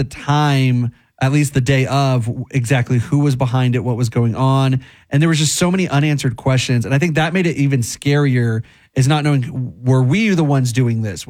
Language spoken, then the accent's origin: English; United States; It was about being an American and rooting for our country.